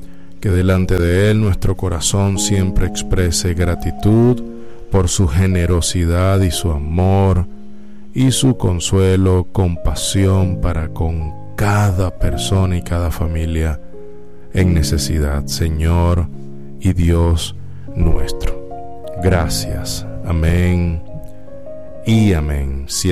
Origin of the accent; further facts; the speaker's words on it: Venezuela; Guíanos como familia venezolana